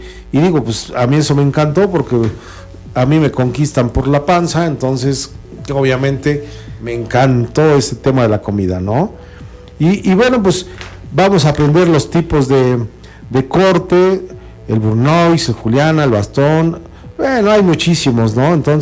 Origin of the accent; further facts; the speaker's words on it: Mexico; que nosotros como buenos mexicanos, cuando nos aventamos a poner un negocio